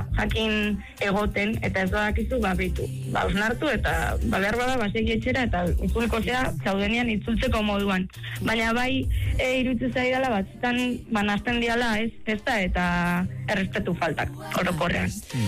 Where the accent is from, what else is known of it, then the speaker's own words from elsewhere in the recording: Basque Country, Spain; gu ere Gipuzkoarrak izan